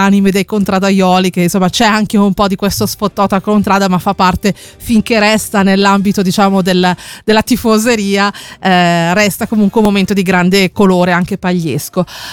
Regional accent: Legnano, Lombardy, Italy

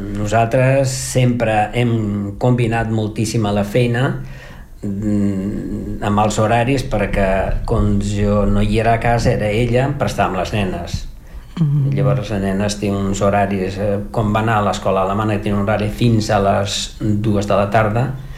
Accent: Portugal; Catalan is a second language; moved away as an adult; now in Catalonia, Spain; l'anglès ha estat la meva segona llengua a Portugal.

